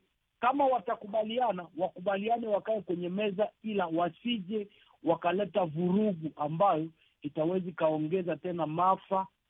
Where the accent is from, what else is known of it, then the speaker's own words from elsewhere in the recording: DR Congo; Kwangu mimi kama mkongomani